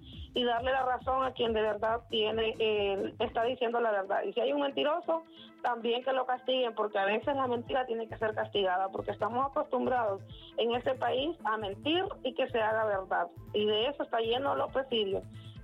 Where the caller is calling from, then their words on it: Siguatepeque, Comayagua, Honduras; Les hablo desde Siguatepeque